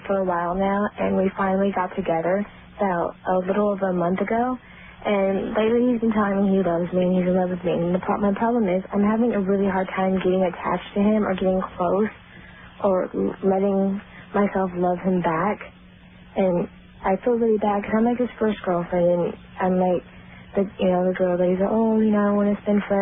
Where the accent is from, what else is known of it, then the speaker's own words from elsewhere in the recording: Long Beach, California, United States; Long Beach.